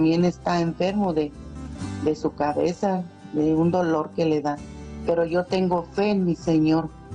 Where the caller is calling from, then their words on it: Irapuato, Guanajuato, Mexico; De Irapuato, Guanajuato.